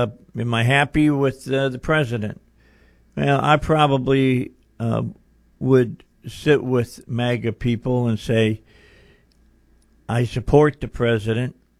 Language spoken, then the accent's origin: English; United States; I'm an American